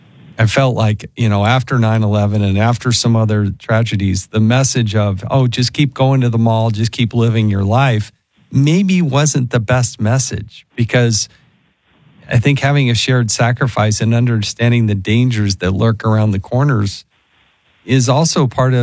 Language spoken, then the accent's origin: English; Utah, United States; I'm a rookie. I'm a member of Congress. I'm from Utah. I'm not in the military.